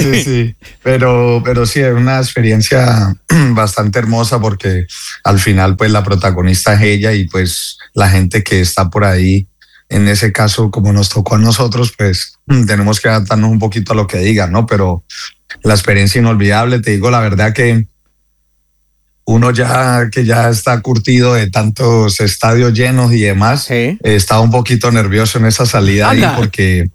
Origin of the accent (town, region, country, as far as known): Cali, Valle del Cauca, Colombia